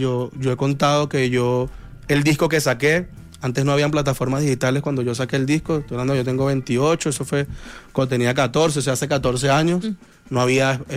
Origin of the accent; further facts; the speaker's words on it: Caracas, Capital District, Venezuela; el de Caricuao.